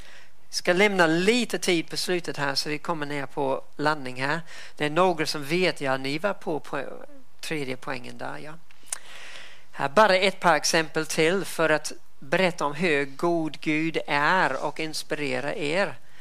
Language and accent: Swedish; New Zealand; now in Sweden; mitt hemland Nya Zeeland